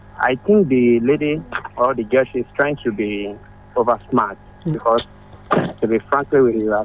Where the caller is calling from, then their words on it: Nigeria; I'm calling from Olonsogbo.